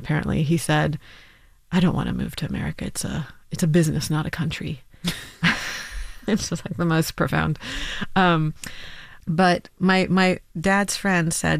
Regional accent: Saudi Arabia; Well, I was raised in Saudi Arabia. Bedouin culture was very prevalent in my upbringing

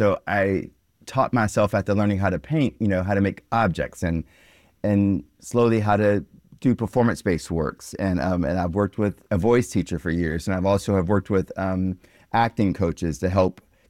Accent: South Carolina, United States; I grew up in South Carolina

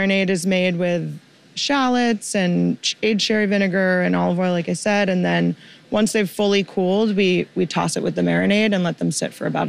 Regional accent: California, United States; also born or lived in England; I was born in England and my entire family is British. And we moved over here when I was about 2. So I really grew up in California, but constantly going back to the UK.

